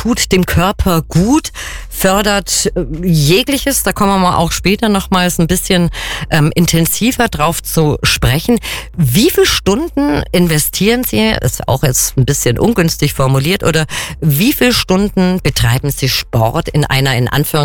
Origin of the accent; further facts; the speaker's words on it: Kempten, Bavaria, Germany; Ich bin ja auch eine gebürtige Kemptnerin.